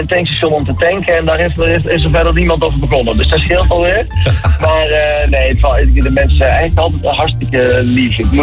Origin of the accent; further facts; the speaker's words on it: North Brabant, Netherlands; Het voelt toch altijd het meest thuis als het Brabant is.